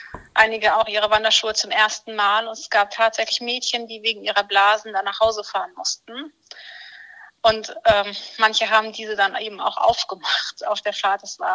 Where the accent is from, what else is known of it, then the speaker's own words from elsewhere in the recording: Oldenburg, Lower Saxony, Germany; Was ich durchaus als Oldenburger sagen kann, dass es eigentlich mit zu Oldenburg gehört, weil es auch die gleiche Vorwahl hat.